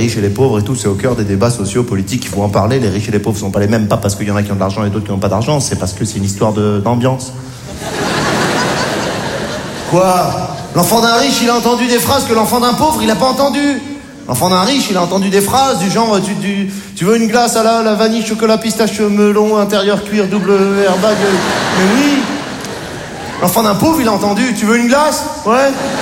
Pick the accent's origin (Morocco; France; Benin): Morocco; born there